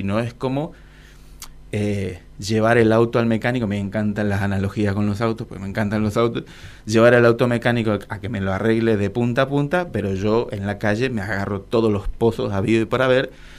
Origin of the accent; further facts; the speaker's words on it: Corrientes, Argentina; de donde yo vengo, pues yo soy del interior de Corrientes, había taekwondo, entonces hice un tiempo taekwondo. Después, cuando me fui a Corrientes, comencé a hacer kung fu.